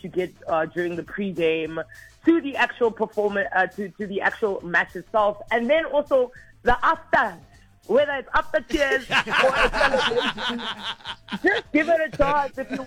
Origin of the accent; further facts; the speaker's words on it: Soweto, Gauteng, South Africa; Now, Mpanami, I'm from Msotra myself.